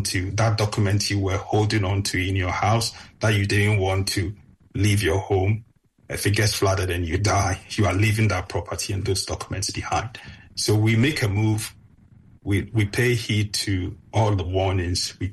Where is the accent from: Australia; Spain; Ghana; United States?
Ghana; English is a second language; now in United Kingdom; I grew up in Ghana without any swimming lessons. I had to come to the UK to learn how to swim.